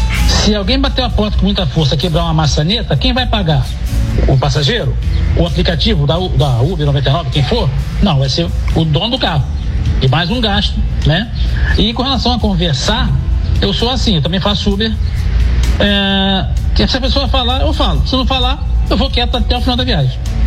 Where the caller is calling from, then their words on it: Duque de Caxias, Rio de Janeiro, Brazil; sou aqui do Duque de Caxias.